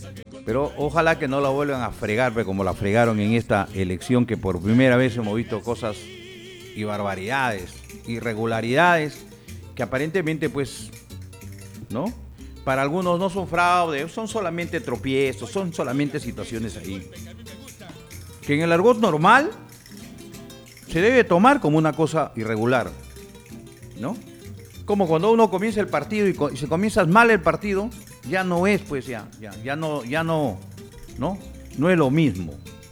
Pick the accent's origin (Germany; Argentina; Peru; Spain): Peru; nosotros somos peruanos, hermano. No pertenecemos a otro lugar. Somos peruanos.